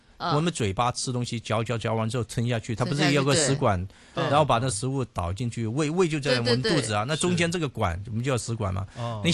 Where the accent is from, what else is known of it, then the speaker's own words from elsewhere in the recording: China; 然后而且我们中国人的文化是什么？